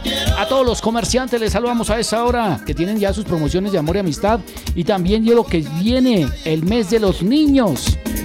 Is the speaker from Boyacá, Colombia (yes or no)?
yes; Boyacá, Colombia; Sí, señor, yo soy boyacense, esté donde esté